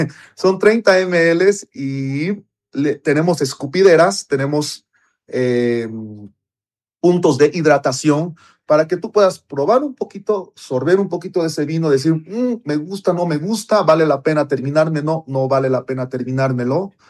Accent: Bolivia; nosotros como bolivianos

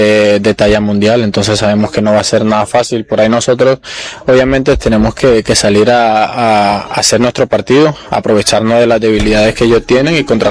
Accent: Colombia; yo creo que sabemos cómo no somos nosotros los colombianos en ese sentido

